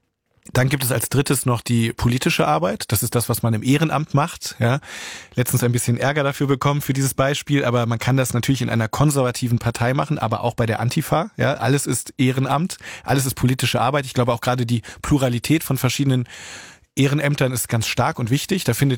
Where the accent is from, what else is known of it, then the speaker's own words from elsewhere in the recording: Hamburg, Germany; Und in meiner Heimatstadt in Hamburg.